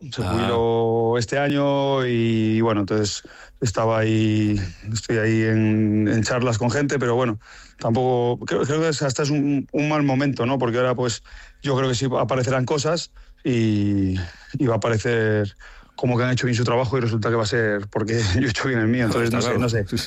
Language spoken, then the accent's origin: Spanish; Valladolid, Castile and León, Spain; creo que todos los que somos pucelanos pues hemos respirado